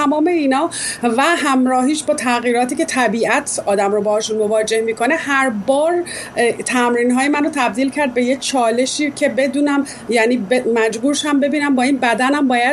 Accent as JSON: {"language": "Persian", "country": "Iran", "moved": "yes", "said": "من خب سالهاست خارج از ایران زندگی میکنم،"}